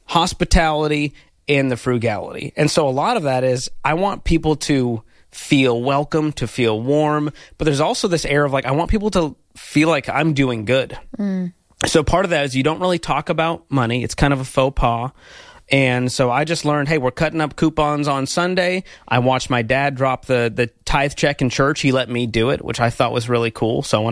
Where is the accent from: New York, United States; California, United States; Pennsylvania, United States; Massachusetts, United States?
Massachusetts, United States; Boston; I grew up in Boston, immigrant parents from the Middle East. We had a pretty middle class upbringing.